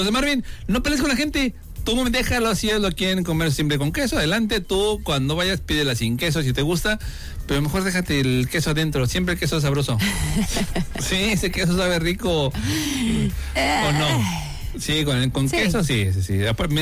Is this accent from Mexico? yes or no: yes; Mexico City, Mexico; now in Cancún, Mexico; Yo soy de Ciudad de México y toda mi vida hemos pedido quesadillas y siempre se especifica si va con queso o sin queso. Pero ahora que vivo en Cancún